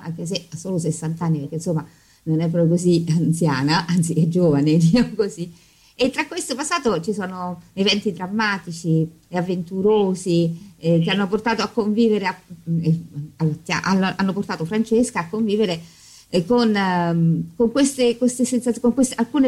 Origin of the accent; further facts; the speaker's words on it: Rome, Lazio, Italy; born there; io sono di Roma e a me guai chi tocca la mia città